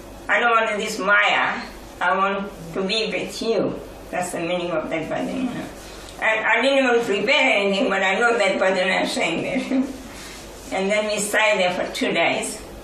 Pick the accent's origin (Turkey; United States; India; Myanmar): India; As Indian boys